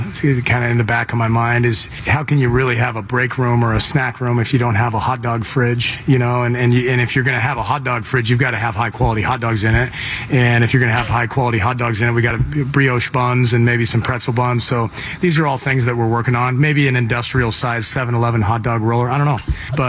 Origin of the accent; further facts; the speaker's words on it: United States; No, no mayonnaise for me. I'm from America.